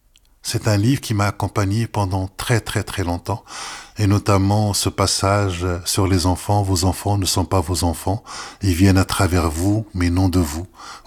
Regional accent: Morocco; now in France; D'abord, c'est mon pays d'origine. Et je vois l'évolution du pays, de sa transformation.

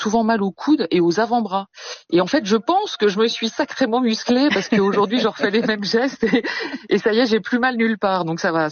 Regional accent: Le Creusot, Bourgogne-Franche-Comté, France; Voilà, j'ai retrouvé ma Bourgogne natale. Moi, j'étais du Creusot, donc ça c'est la Bourgogne industrielle, et je suis allée dans la Bourgogne viticole.

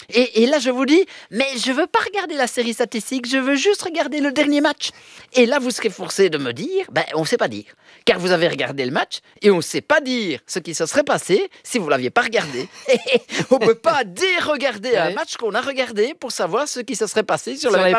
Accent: Milan, Lombardy, Italy; born there; quelque part je suis né à Milan.

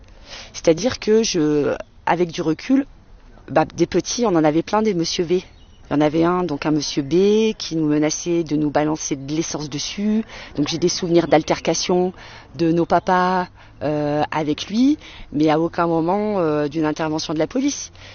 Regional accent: Espaly-Saint-Marcel, Auvergne-Rhône-Alpes, France; born or raised there; now in Le Puy-en-Velay, France

